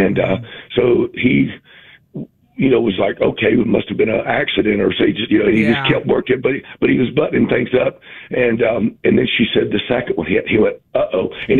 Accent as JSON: {"language": "English", "region": "the South", "country": "United States", "said": "obviously, you can tell I'm from the South, and he is hardcore from New York."}